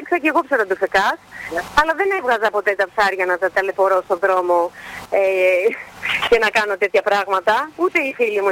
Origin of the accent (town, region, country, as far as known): Greece